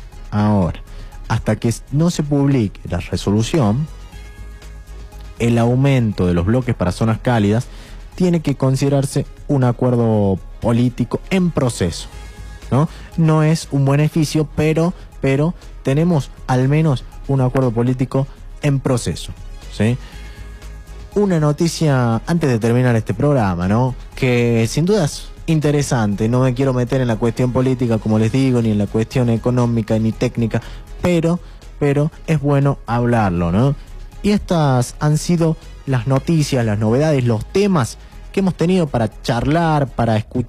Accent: La Rioja, Argentina; somos usuarios de Edelar, todos los riojanos.

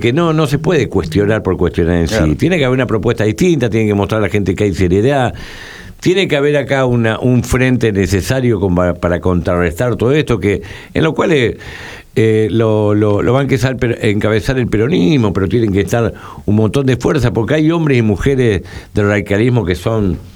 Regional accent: Argentina

